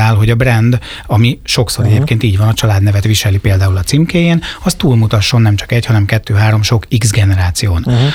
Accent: Zamárdi, Somogy, Hungary; élek az agglomerációban, de van balatoni kötődésem, nem is kevés, ugyanis én gyakorlatilag az egész gyerekkoromat a Balatonon töltöttem, praktikusan Zamárdiban, tehát a déli parton.

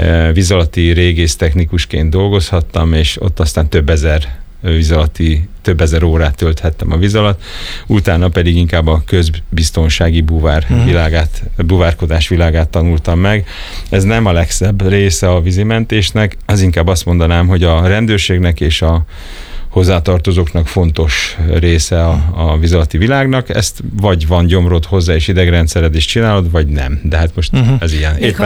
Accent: Hungary; born there; also born or lived in Switzerland / Cape Town, South Africa; Az ember pedig itt vált felnőtté. Hiába voltak 8 éves korom előtt meghatározó barátaim, akikkel most is tartom a kapcsolatot, de azért a zöme azért az ide kötött. És hát én inkább magyar vagyok.

